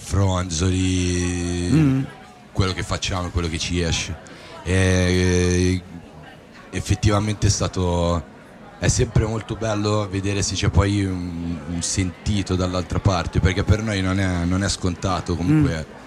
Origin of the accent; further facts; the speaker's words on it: Milan, Lombardy, Italy; al momento solo io sono nato e cresciuto a Milano